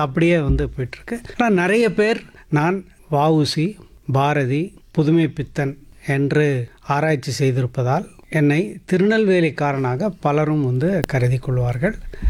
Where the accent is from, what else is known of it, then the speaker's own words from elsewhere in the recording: Chennai, Tamil Nadu, India; also born or lived in Gudiyattam; நான் பிறந்த ஊர் வந்து வேலூர் மாவட்டத்தில், அதாவது பழைய வடஆர்காடு மாவட்டத்தில் இருக்கக்கூடிய குடியாத்தம் என்கின்ற ஊர். அங்கே பிறந்து நான் ஒரு 6 மாத குழந்தையாக நாங்கள் சென்னைக்கு வந்துட்டோம்.